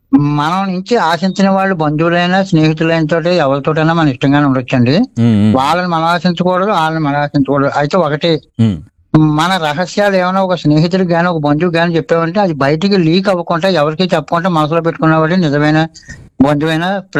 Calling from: Durgada, Andhra Pradesh, India; మాది కాకినాడ జిల్లా దుర్గాడ అన్నవరం దగ్గర సారు.

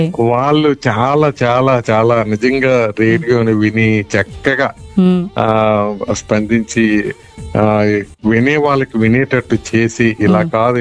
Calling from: Visakhapatnam, Andhra Pradesh, India

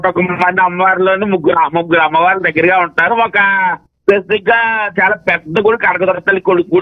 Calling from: Peddapuram, Andhra Pradesh, India

